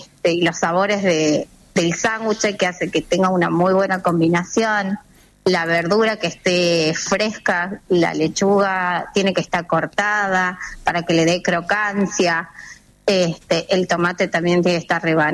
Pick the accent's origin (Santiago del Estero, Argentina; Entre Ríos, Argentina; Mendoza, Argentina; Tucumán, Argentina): Tucumán, Argentina; todos los tucumanos lo defendemos a capa y espada.